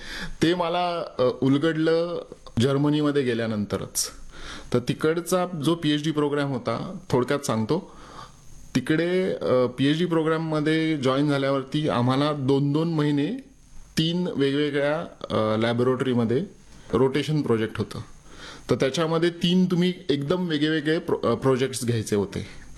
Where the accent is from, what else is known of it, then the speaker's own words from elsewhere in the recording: Pune, Maharashtra, India; moved away as an adult; also born or lived in Goa; मी मूळचा पुण्याचा आणि माझं शिक्षण BSc पर्यंत पुण्यात झालं.